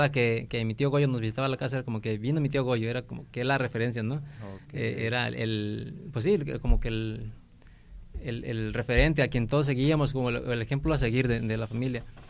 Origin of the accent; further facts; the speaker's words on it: Tepic, Nayarit, Mexico; No, sí, tengo 38 años y soy de aquí de Tepic, soy fotógrafo, documental, entre documental y artístico.